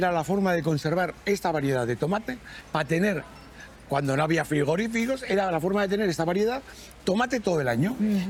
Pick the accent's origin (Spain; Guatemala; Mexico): Spain; San Sebastián, Basque Country; now in Palma, Spain; yo soy de San Sebastián, llevo ya aquí en Mallorca 42 años, o sea, más de media vida, y por lo cual ya Mallorca es mi casa y Palma mi casa